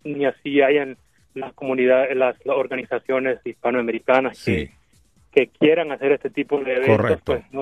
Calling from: North Carolina, United States; yo aquí vivo en Carolina.

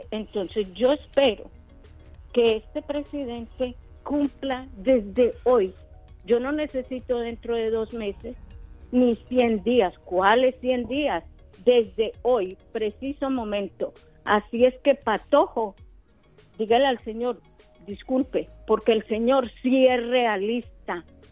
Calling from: Colombia; yo soy de Colombia

